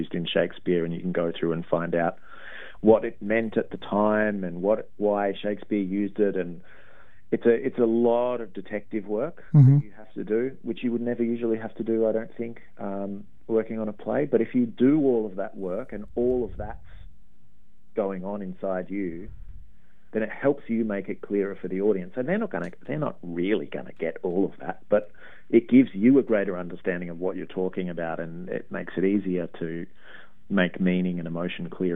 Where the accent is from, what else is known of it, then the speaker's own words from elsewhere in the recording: Melbourne, Victoria, Australia; moved away as an adult; also born or lived in London; it wasn't because I was from Melbourne.